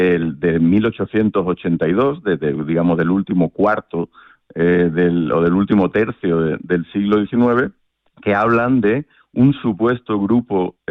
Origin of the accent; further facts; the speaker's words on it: Málaga, Andalusia, Spain; Yo soy de Málaga, que ocurre muy cerca de mi ciudad y en el corazón de mi región, por así decir, de Andalucía